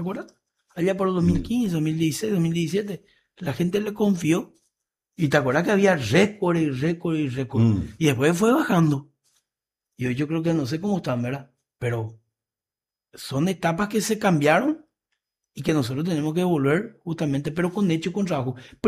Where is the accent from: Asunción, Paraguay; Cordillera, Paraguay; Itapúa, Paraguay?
Itapúa, Paraguay; Encarnación; Por el contrario, yo soy de Encarnación. Yo quiero que mi intendente me escuche y me responda.